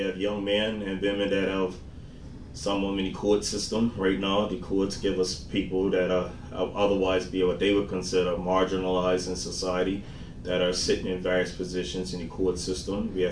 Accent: Somerset, Sandys Parish, Bermuda; I was born and raised in Somerset

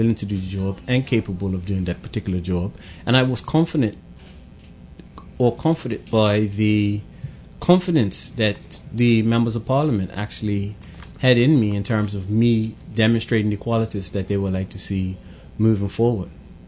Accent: Pembroke, Bermuda; Growing up in Pembroke, attending West Pembroke Primary School, then moving on to the Barclay Institute

